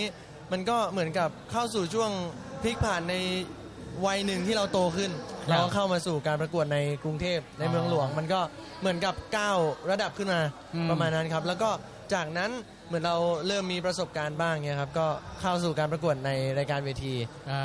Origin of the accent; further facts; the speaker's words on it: Phetchaburi, Thailand; เป็นคนจังหวัดเพชรบุรีครับ